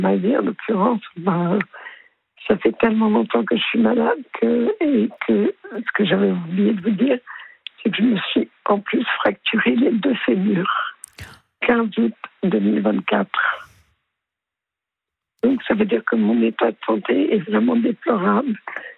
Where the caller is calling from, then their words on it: Paris, Île-de-France, France; Après quoi, j'ai quitté Paris. Je suis allée continuer mes études d'agronome en gestion des ressources humaines. Mmh. Et ensuite, je suis revenue à Paris.